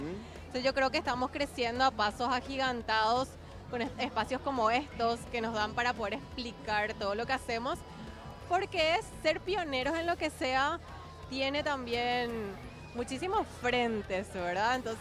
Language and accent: Spanish; Paraguay; como paraguayos ya podemos decir, tenemos nuestra bebida propia, única en el mundo.